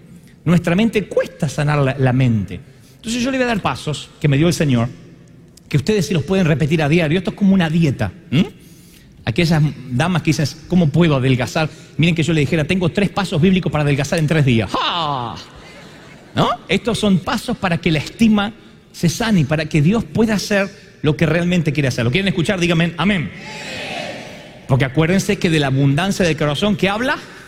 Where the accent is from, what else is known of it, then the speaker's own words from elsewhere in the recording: Argentina; Sé que soy lindo como todo argentino. Sé que no aparento la edad que tengo y todos me dan 20 y tantos.